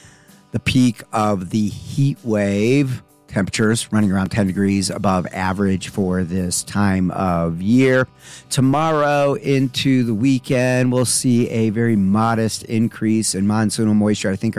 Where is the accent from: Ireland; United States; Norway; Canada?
Canada; with weekend weather outlook